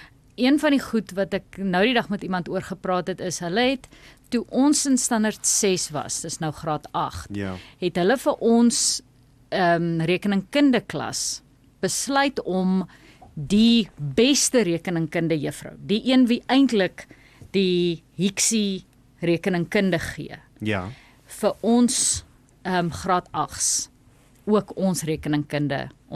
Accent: Namibia; also born or lived in Pretoria, South Africa; Ek sê altyd ek is nie gebore in Namibië nie, maar definitief getoe in Namibië. My ouers het Namibië toe gekom toe ek baie klein was, onder 'n jaar oud was. Gebore in Pretoria

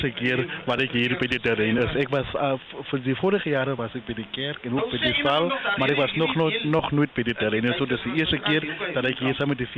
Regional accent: Rehoboth, Hardap, Namibia; As 'n Namibier en ook 'n burger van Rebord

